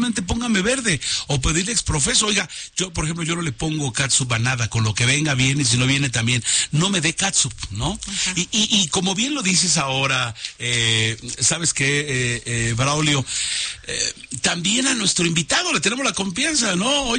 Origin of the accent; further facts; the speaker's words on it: Mexico; 2 de cada 3 mexicanos compramos más comida de lo habitual cuando juega México